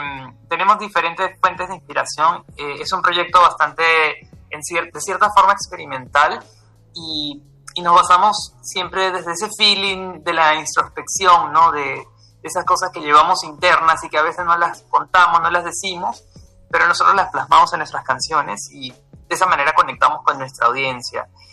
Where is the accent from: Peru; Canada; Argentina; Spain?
Peru; nosotros somos una banda peruana